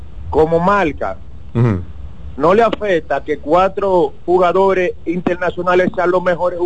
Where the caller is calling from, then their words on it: Santiago de los Caballeros, Santiago, Dominican Republic; Buenos días … de Santiago.